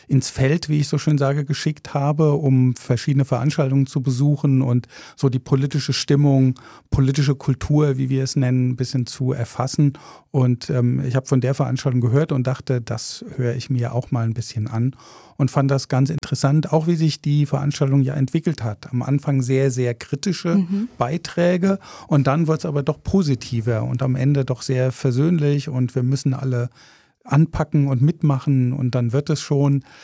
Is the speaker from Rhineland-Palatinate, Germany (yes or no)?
yes; Mainz, Rhineland-Palatinate, Germany; now in Rostock, Germany; ich komme ursprünglich aus Mainz